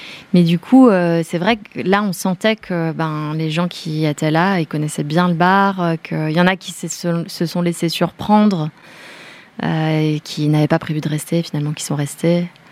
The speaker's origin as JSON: {"language": "French", "region": "Bourgogne-Franche-Comté", "country": "France", "said": "Nous, on vient de là, c'est le Haut-Jura, nous, on vient du Jura."}